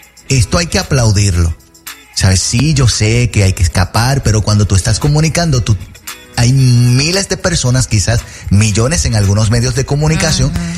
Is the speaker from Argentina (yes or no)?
no; Puerto Rico; tengo un gusto exquisito como buen boricua.